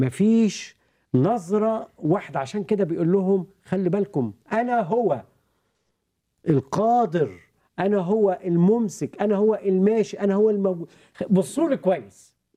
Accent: Egypt; now in United States; من مصر الى امريكا، انا سبت مصر بثقافة مصر،

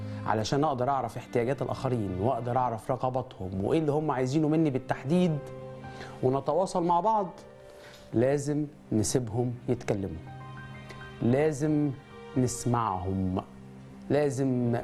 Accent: Alexandria, Alexandria Governorate, Egypt; رحت اسكندريه، وانت عارف انا لما رحت اسكندريه اساسا، لان انا اصلا من اسكندريه.

